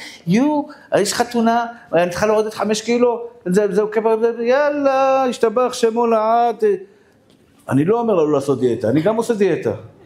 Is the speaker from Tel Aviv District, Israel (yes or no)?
yes; Tel Aviv, Tel Aviv District, Israel; born there; אני בן אדם פשוט, נולדתי בשכונת התקווה, תמיד אני אשאר כזה.